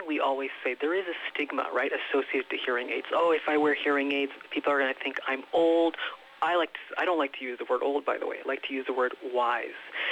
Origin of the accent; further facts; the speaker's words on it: Châteauguay, Quebec, Canada; moved away as an adult; now in Cornwall, Canada; I'm actually from Quebec near Chateauguay, right next to Ganawage.